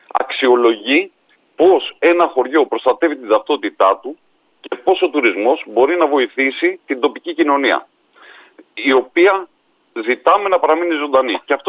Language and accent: Greek; Patrika, North Aegean, Greece